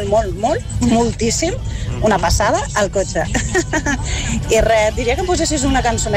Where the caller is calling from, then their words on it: Terrassa, Catalonia, Spain; de Terrassa